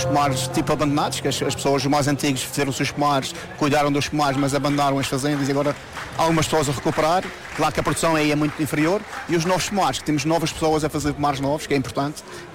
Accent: Madeira, Portugal; Eu sou natural do Santa Serra

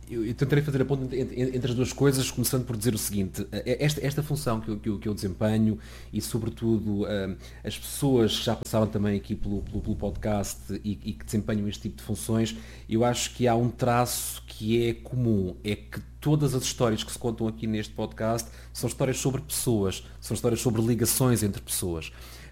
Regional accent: Portugal

